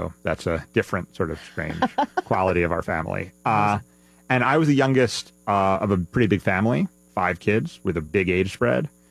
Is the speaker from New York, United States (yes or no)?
yes; New York City, New York, United States; But I grew up in New York City, lifelong New Yorker.